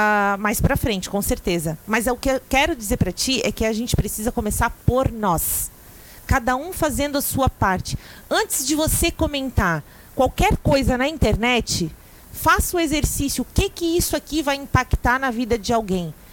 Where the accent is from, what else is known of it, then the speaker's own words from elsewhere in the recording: Brazil; mas nós somos brasileiros, claro.